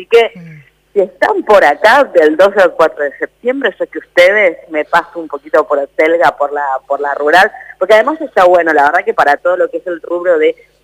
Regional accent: Argentina

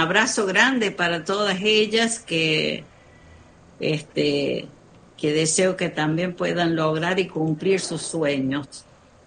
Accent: La Rioja, Argentina; la caja chayera que nos identifica como riojanos

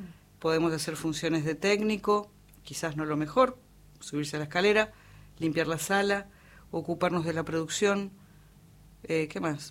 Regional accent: Carmen de Patagones, Buenos Aires Province, Argentina; y yo quien les habla, nacida y criada en Patagones, de la comarca.

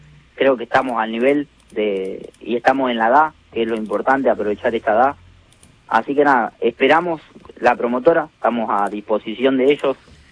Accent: Santo Tomé, Santa Fe, Argentina; yo soy de Santo Tomé

